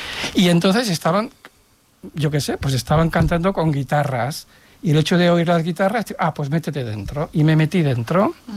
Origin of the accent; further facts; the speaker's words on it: Catalonia, Spain; born there; yo nací en el Valle Brón con mi hermano mellizo y nos bautizaron allí porque se pensaban que nos moríamos.